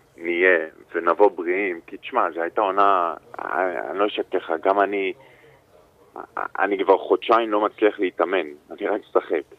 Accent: Ashdod, Southern District, Israel; גדלתי באשדוד

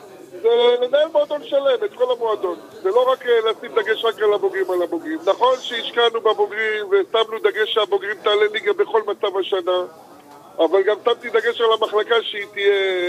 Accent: Ashkelon, Southern District, Israel; במקרה אני אשקלוני.

